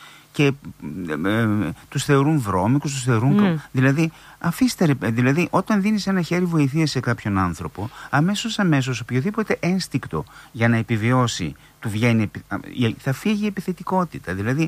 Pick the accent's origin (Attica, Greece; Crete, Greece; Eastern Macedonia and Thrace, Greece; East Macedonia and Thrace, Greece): East Macedonia and Thrace, Greece; Didymoteicho; που τότε είναι μικρό παιδί, σε χωριό μεγάλωσα στο Δημότυχο, και θυμάμαι αυτόν τον ήχο